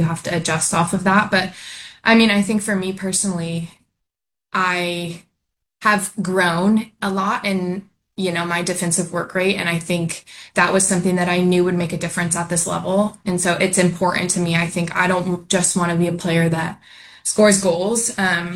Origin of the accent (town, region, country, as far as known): San Diego, California, United States; moved away as an adult